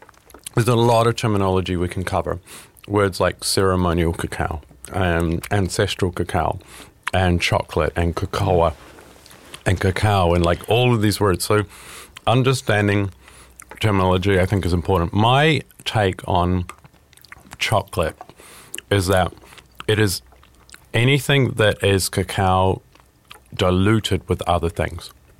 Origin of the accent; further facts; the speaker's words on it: New Zealand; I say kumara because I'm from New Zealand and that's what we call it.